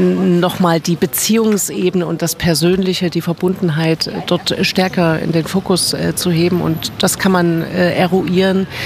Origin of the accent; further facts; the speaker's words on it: Leipzig, Saxony, Germany; als Leipzigerin